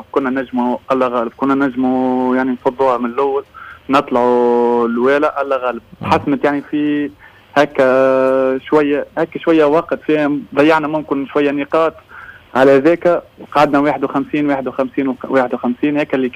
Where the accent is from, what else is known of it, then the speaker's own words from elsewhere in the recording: Zarzouna, Bizerte Governorate, Tunisia; born there; moved away as an adult; now in Tataouine, Tunisia; بديت خويا في جمعيتي في حومتي في سير جرزونة